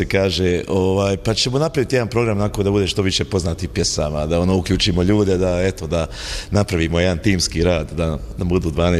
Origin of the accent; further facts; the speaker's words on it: Bosnia & Herzegovina; to je kod nas u Bosni česta ta sintagma.